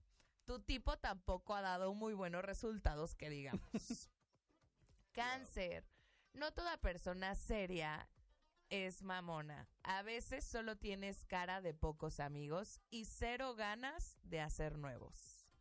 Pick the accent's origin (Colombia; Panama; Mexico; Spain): Mexico; yo soy mexicana y pues no entro en el estereotipo mexicano.